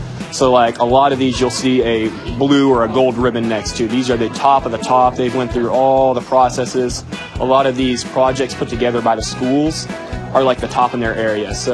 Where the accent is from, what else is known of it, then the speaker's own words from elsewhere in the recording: Dadeville, Missouri, United States; So I'm from Dadeville, small town of about 200. I would say it's east of nowhere, but we're about 10 minutes south of Stockton Lake.